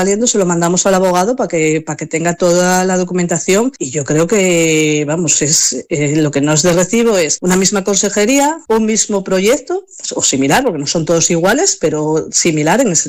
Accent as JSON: {"language": "Spanish", "town": "Trevías", "region": "Asturias", "country": "Spain", "said": "aquí los únicos que estamos discriminados somos los vecinos de Trevías"}